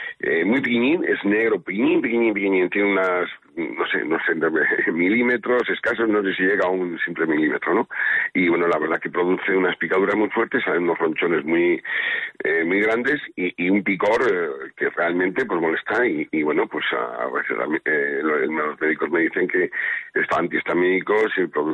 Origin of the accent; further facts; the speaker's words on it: Grijota, Castile and León, Spain; Yo conozco mi pueblo, llevo toda mi vida aquí, 57 años